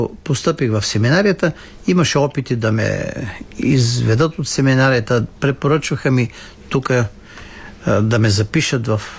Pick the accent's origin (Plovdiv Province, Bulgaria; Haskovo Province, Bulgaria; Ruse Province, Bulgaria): Haskovo Province, Bulgaria; Haskovo; аз в Хасково, откъдето съм роден, живях до 58-ма година, тогава отидох в семинарията.